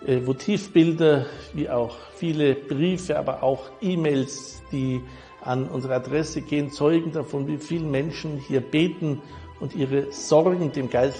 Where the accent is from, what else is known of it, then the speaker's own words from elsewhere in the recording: Augsburg, Bavaria, Germany; born there; Ich bin ein gebürtiger Augsburger